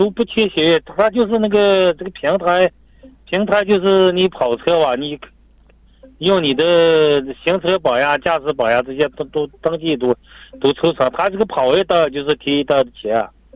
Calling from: Hohhot, Inner Mongolia, China; 我是呼市朋友啊，我是呼市的

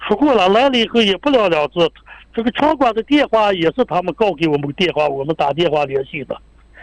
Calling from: Ordos, Inner Mongolia, China; 我是鄂尔多斯东胜的。

